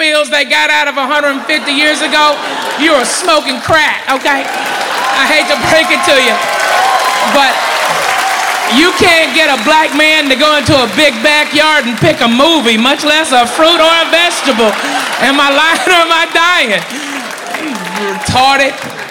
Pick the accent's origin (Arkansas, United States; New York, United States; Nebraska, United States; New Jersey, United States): Arkansas, United States; Clarksville; moved away as an adult; also born or lived in Chattanooga; now in Texas, United States; I was born in Chattanooga, Tennessee, raised up in a little town in Arkansas called Clarksville, and moved to Texas when I was 18. I mean, I'm Southern as it gets, okay?